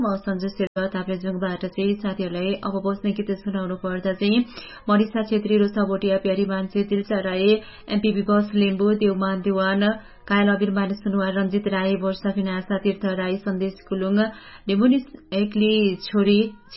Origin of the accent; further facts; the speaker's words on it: Bagmati, Nepal; हजुर मेरो घर त रामिसाकै हो नि।